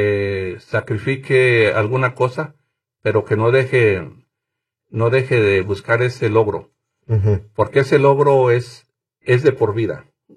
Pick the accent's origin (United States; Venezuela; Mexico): Mexico; moved away; Siendo mexicano, siendo primera generación, siendo alguien que creció humildemente